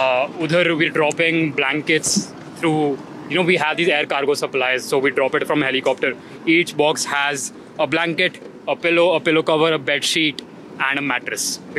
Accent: Delhi, India; We're from Delhi and we landed just yesterday.

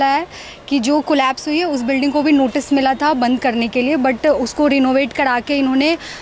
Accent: Patna, Bihar, India; Sir, ma'am, I am from Bihar, Patna.

